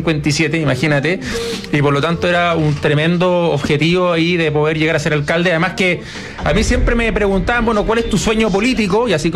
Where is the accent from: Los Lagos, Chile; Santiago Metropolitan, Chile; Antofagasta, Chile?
Los Lagos, Chile; Puerto Montt; colocolino de Puerto Montt, colocolino de corazón